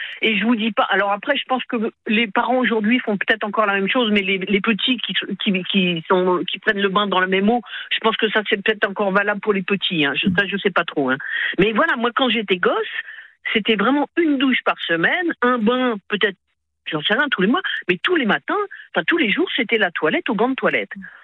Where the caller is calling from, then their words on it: Brest, Brittany, France; J'habite à Brest, dans le Finistère.